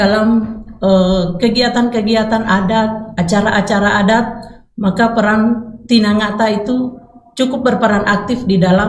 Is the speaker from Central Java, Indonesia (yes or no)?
no; Central Sulawesi, Indonesia; kami di desa Moa atau masyarakat adat Moa, kami sendiri sebagai perempuan